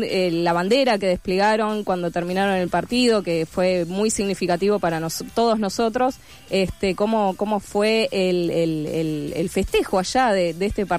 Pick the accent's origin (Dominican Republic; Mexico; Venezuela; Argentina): Argentina; muy importante también para nosotros los argentinos.